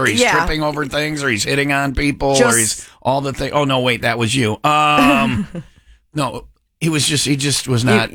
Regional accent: Wisconsin, United States; I grew up in Wisconsin.

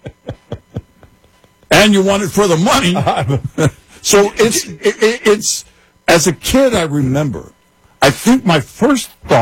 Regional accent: Scotland, United Kingdom

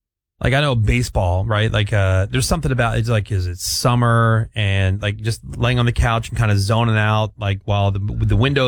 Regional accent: Detroit, Michigan, United States; You know, like, I'm from Detroit.

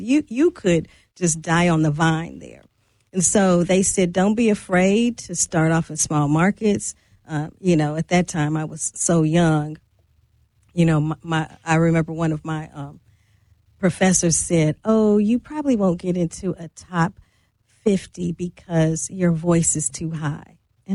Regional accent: St. Louis, Missouri, United States; born or raised there

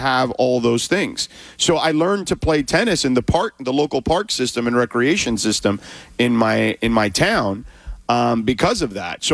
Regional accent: Florida, United States; But the one thing every park had where I grew up in Florida, they had clearly a baseball field, right?

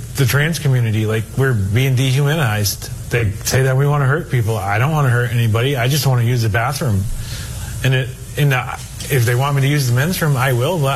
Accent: Farmington, Maine, United States; I'm from Farmington, Maine.

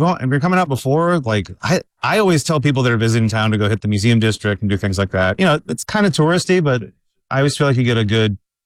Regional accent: San Antonio, Texas, United States; now in Austin, United States; No, and actually living in Austin, I grew up in San Antonio. We didn't have four teams in either of those cities.

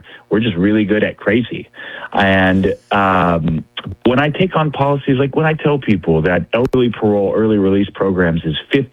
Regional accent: Sacramento, California, United States; I'm originally from Sacramento.

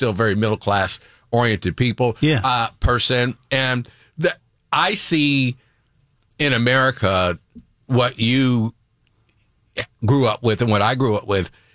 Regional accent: Kirkwood, Missouri, United States; I was born in Kirkwood, Missouri. My mom taught 30 years Kirkwood School District.

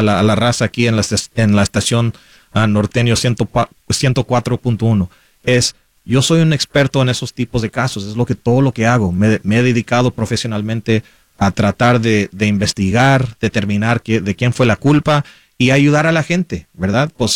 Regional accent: McAllen, Texas, United States; moved away as an adult; now in San Antonio, United States; Crecí en el Valle, el sur de Texas, en el área de McAllen, de Far, San Juan Álamo, y pues me mudé aquí a San Antonio hace casi 10 años

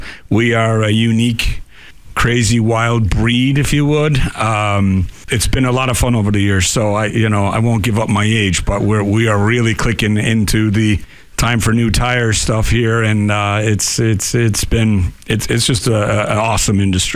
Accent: Ireland; Well, I grew up in Ireland. We had a guest house and my mom was always cooking.

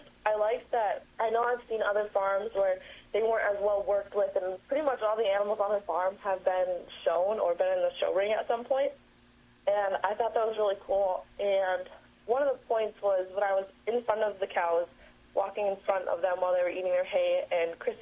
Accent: Princeton, Minnesota, United States; I come from Princeton, Minnesota, and I am representing Benton County as a Princess Milky Way finalist. I grew up on a registered Hereford farm, actually

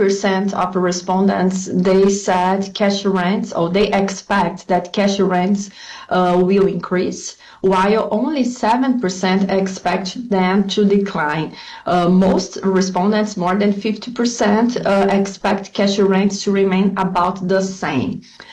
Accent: South Region, Brazil; now in West Lafayette, United States; I'm from the south of Brazil, close to Argentina and Uruguay, so sometimes we have cold days

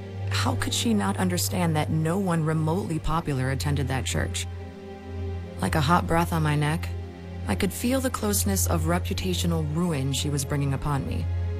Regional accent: Missouri, United States; In fact, growing up in Missouri, I was a happy child, on the right path, with a world of potential lying before me.

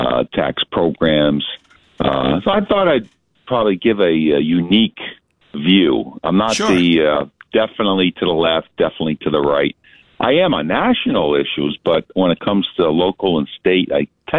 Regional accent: Connecticut, United States; I never traveled up here. I grew up in Connecticut.

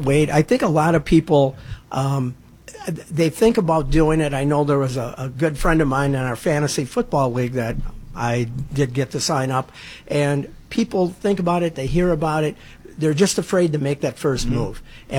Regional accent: Beaver Dam, Wisconsin, United States; I was born and raised in Beaver Dam.

